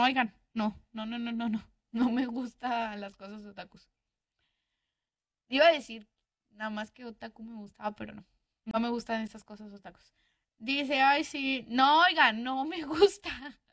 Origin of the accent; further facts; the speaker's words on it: Mexico; Mexicana, oigan, soy mexicana.